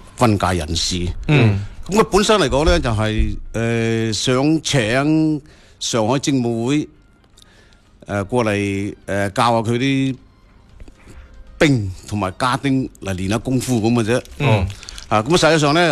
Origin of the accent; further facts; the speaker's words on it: Guangdong, China; 就係最多嘅就係我哋廣東人，即係珠江山同盟會嘅廣東人。